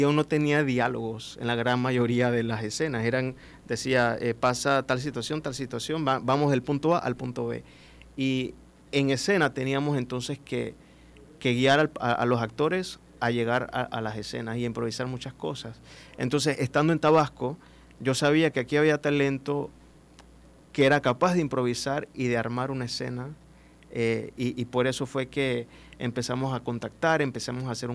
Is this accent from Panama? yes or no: yes; Panama; verlos brillar en el cine allá en mi país